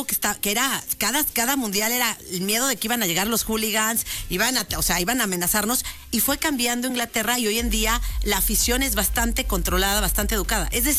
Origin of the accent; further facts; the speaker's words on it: Mexico; lo que nosotros mostramos como mexicanos, por ejemplo, específicamente en nuestro país